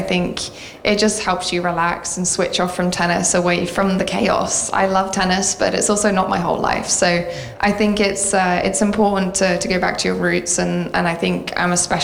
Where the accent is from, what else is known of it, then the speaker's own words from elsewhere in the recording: Nottingham, East Midlands, United Kingdom; always feel great coming back to Nottingham. Every time I step into here, it's like going home. It's my hometown. It's my home place.